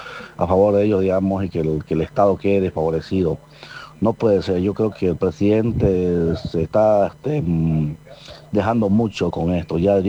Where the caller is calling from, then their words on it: Bolivia; Como boliviano, como ciudadano